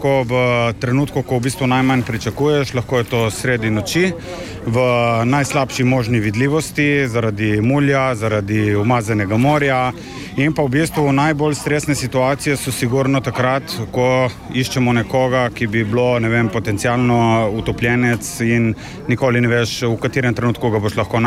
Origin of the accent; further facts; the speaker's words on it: Piran, Coastal–Karst, Slovenia; Začel sem se potapljati zaradi tega, ker sem iz Pirana in mi je morje nekako tako pri srcu